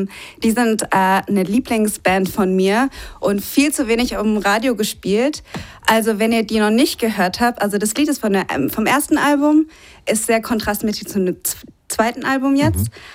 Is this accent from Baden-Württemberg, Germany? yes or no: yes; Karlsruhe, Baden-Württemberg, Germany; also hier in meiner Heimatstadt Karlsruhe